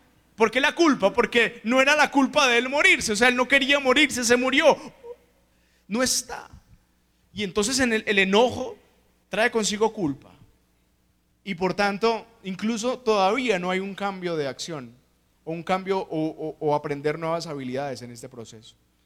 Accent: Puerto Rico, Caquetá, Colombia; moved away; soy de Puerto Rico, Caquetá.

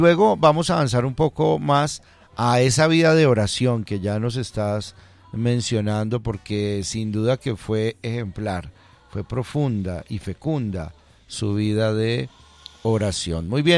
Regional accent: Colombia

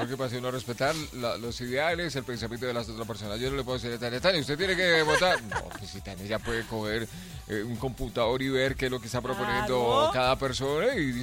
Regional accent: Colombia; pues que sea lo mejor para cada uno de nosotros, ¿sabes? Como colombianos.

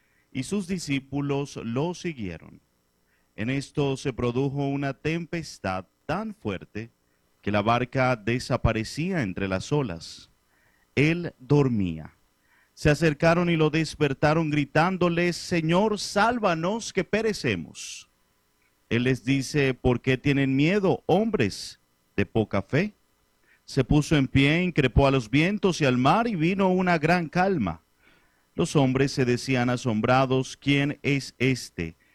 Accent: Venezuela; now in Colombia; como venezolano en el exterior

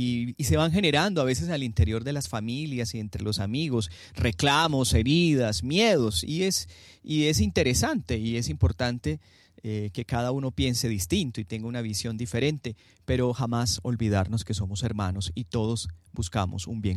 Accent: Colombia; cuando escuchemos todos nosotros como colombianos al Señor, Colombia será siempre una nación grande

